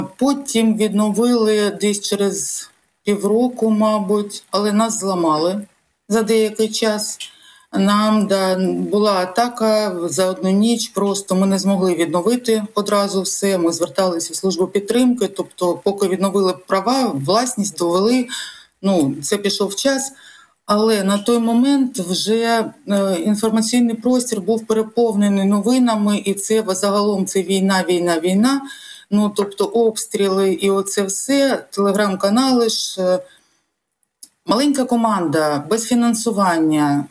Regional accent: Donetsk Oblast, Ukraine; moved away as an adult; also born or lived in Sloviansk; Ми створили його троє переселенців, на той час вже ми з Макіївки і Донецька.

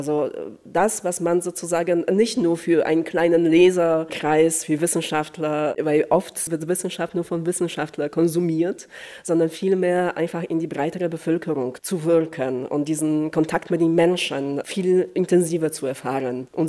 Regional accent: Zielona Góra, Lubusz Voivodeship, Poland; ich stamme aus der Region, aus einer der nördlichsten Orte in Niederschlesien, aus Zielona Góra, Grünberg.

